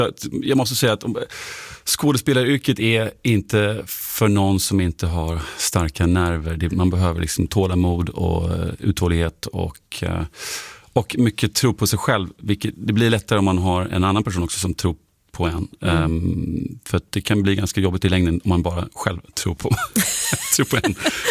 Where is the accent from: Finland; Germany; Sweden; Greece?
Germany; Och det är inte den första och enda nazisten jag har spelat. Det är liksom som tysk skådespelare så får man...